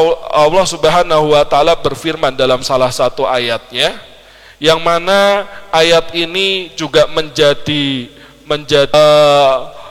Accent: Surakarta, Central Java, Indonesia; ya kira-kira kita orang Solo, ya lebih hafal keutamaan orang Betawi apa orang Jawa, Pak?

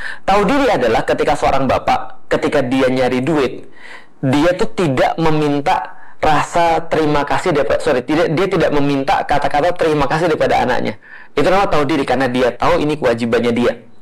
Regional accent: Sumatra, Indonesia; Aku orang Sumatera.

